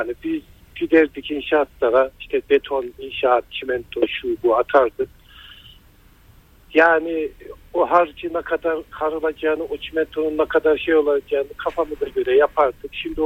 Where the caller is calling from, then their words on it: Ankara, Turkey; Ankara'dan arıyorum.